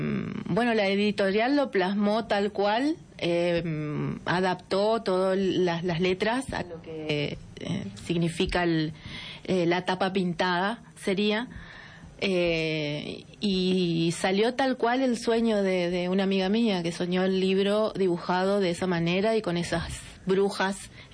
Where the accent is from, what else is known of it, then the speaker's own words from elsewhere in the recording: Villa Ocampo, Santa Fe, Argentina; Yo soy de Villocampo